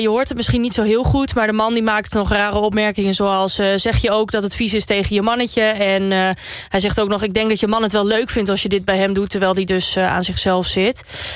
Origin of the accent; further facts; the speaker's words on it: Overijssel, Netherlands; ik kom zelf uit Twente